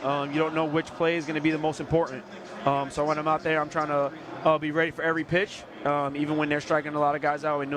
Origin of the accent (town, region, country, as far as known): New York City, New York, United States; born or raised there